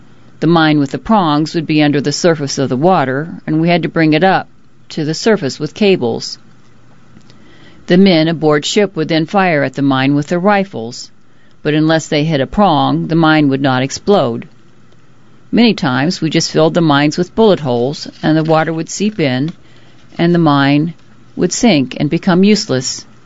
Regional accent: Tucson, Arizona, United States; born there; I was born in Tucson, Arizona on August 15, 1926.

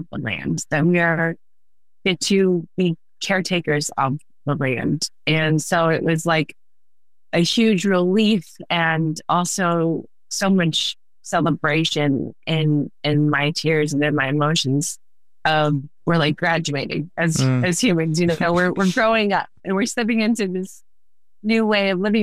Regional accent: Silverton, Colorado, United States; And I was raised in Silverton, Colorado, some big, beautiful mountains and peaks. And it always felt like home to me.

